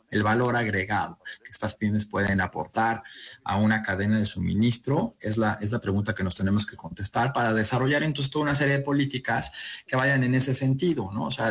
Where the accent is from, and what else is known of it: Mexico